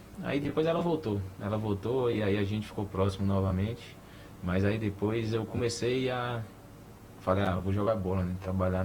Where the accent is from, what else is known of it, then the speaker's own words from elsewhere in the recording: Bahia, Brazil; Serrano é da Bahia, lá da minha cidade, que disputava o Campeonato Baiano.